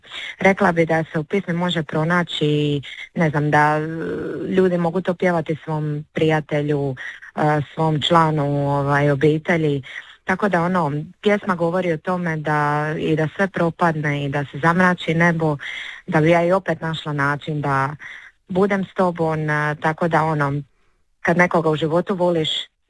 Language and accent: Croatian; Dalmatia, Croatia; jer se nekako ipak kao Dalmatinka najviše osjećam jer to jesam, tako da malo sam prestala srljati za nekim modernim džirevima i vratila sam se onome gdje zapravo i pripadam